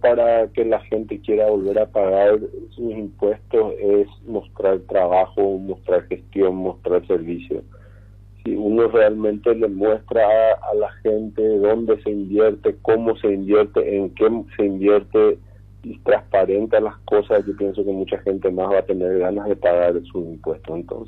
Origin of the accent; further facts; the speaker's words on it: Presidente Franco, Alto Paraná, Paraguay; como paraguayos y como franqueños, y sobre todo como hijos de Dios